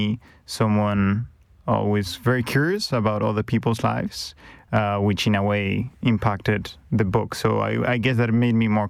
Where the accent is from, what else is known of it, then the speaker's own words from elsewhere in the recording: Madrid, Community of Madrid, Spain; English is a second language; moved away as an adult; I grew up in Madrid, and I started journalism in Madrid.